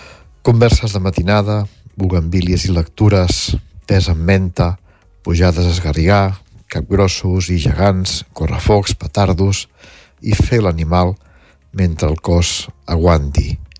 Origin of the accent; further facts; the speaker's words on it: Catalonia, Spain; Com a bon empordanès